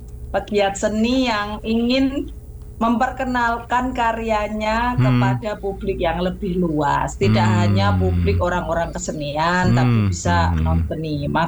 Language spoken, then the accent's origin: Indonesian; Magetan, East Java, Indonesia; moved away as an adult; now in Yogyakarta, Indonesia; Saya sendiri asli Magetan.